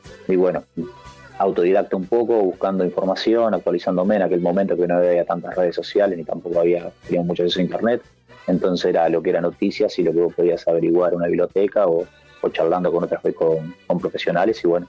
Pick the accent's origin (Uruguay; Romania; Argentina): Uruguay; Montevideo; yo soy del Cerro, hicimos baby fútbol ahí en lo que sería Sauce